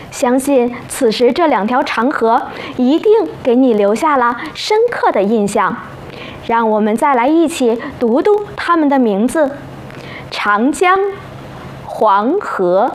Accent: China; 我们是中国人，我们都很爱自己的祖国。

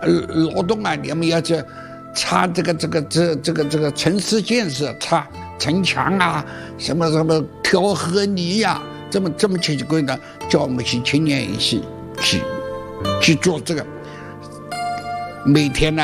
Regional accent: Huzhou, Zhejiang, China; born there; also born or lived in Guangde, Anhui; 家里逃难的跟人家逃难到湖州。

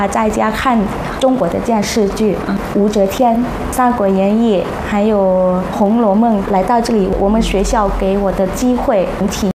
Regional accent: Laos; Chinese is a second language; moved away as an adult; now in Guizhou, China; 和我们老挝那边也有很多好的产品，

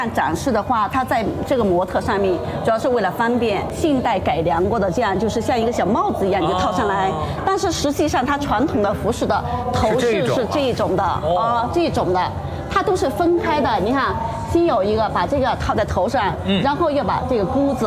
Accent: Zhenkang, Yunnan, China; 它像我们云南这边的陀螺有很多种

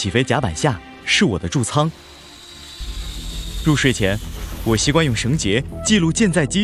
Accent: Zunyi, Guizhou, China; moved away as an adult; 4年前我从家乡遵义出发，

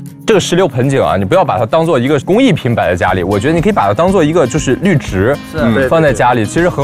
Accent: Shandong, China; 我作为一个山东人

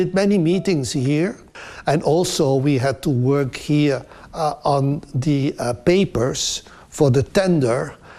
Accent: Belgium; English is a second language; I'm from Belgium.

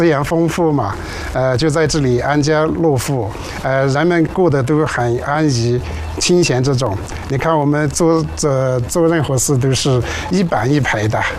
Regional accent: Yunnan, China; 虽然我们是云南人，但是我们的祖先是从这个南京过来的。

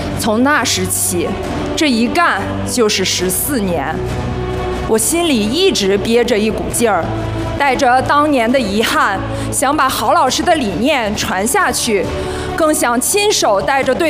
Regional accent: Baotou, Inner Mongolia, China; 曾经是包一中女排队员，现在是包一中女排教练。

